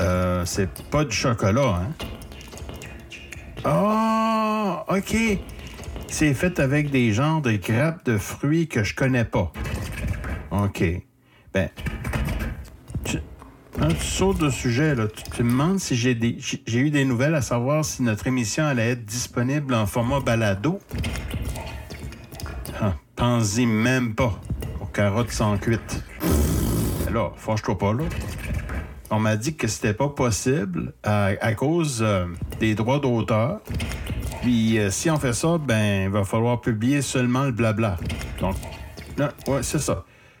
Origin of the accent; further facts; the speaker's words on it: Shippagan, New Brunswick, Canada; moved away; Chipagan, dans ma région natale, la péninsule acadienne. Oui, Chipagan, c'est ma ville natale. La péninsule acadienne, ben, elle est située dans le nord-est du Nouveau-Brunswick